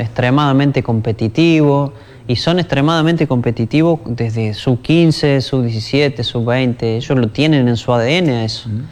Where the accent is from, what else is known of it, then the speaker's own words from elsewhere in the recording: Argentina; somos argentinos